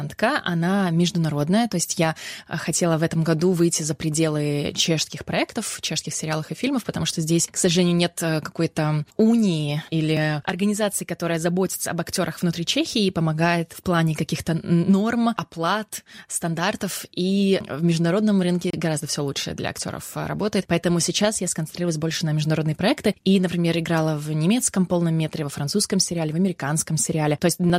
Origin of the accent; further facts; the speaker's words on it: Magnitogorsk, Chelyabinsk Oblast, Russia; now in Czech Republic; Я с детства играла в театре оперы и балета в Магнитогорске, откуда я родом.